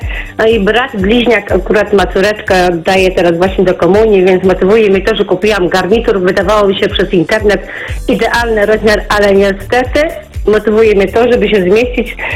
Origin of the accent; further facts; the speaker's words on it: Kozienice, Masovian Voivodeship, Poland; Z Kozienic.